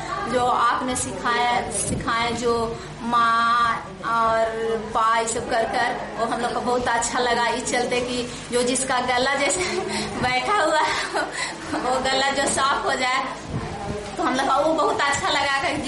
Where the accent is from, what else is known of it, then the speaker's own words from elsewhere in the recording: Deo, Bihar, India; मैं देव की रहने वाली हूँ, मैं यहाँ की गर्ल हूँ